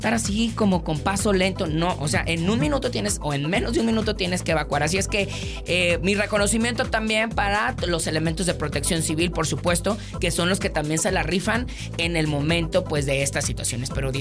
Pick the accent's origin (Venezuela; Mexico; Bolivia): Mexico; somos compas los mexicanos.